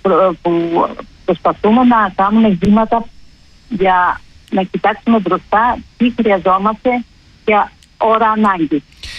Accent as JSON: {"language": "Greek", "country": "Germany", "tie": "born or raised there", "also_born_or_lived": "Greece", "said": "Μεγάλωσα στη Γερμανία. Ήμουνα 2,5 χρόνια μόνο στην Ελλάδα"}